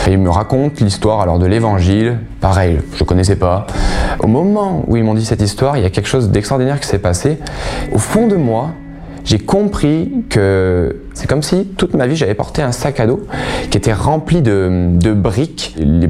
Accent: Oyonnax, Auvergne-Rhône-Alpes, France

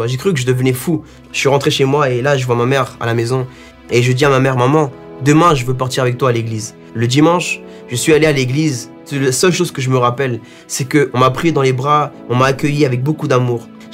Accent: Paris, Île-de-France, France; j'ai 27 ans, je suis né en France, j'ai grandi à Paris.

